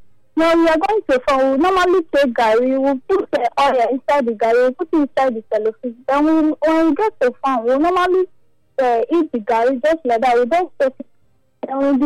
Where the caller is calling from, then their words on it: Offa, Kwara, Nigeria; coming from Ofa.